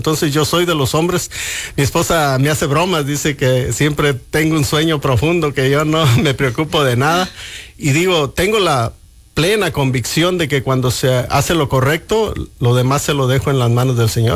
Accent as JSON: {"language": "Spanish", "town": "Ciudad Altamirano", "region": "Guerrero", "country": "Mexico", "tie": "born or raised there", "also_born_or_lived": "San Lucas, Michoacán / Riva Palacio, Michoacán", "moved": "as an adult", "lives_now": "Tyler, United States", "said": "Soy nacido de Ceibas Altas, municipio de San Lucas, Michoacán. Criado en Guerrero, municipio de Ciudad Altamirano, Pungarabato. Después me casé y viví 7 años en Rivapalacio, Michoacán. Así que me considero de la tierra caliente de Guerrero y Michoacán y parte sur del Estado de México."}